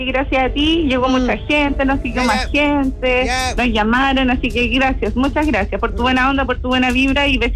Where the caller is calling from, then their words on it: Talca, Maule, Chile; soy de Talca, mi tribu del alma